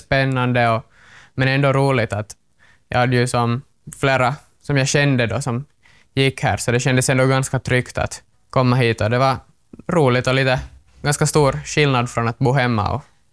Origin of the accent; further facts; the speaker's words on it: Åland, Finland; Jag håller på med skidåkning och går på andra år här i gymnasiet och jag kommer från Åland.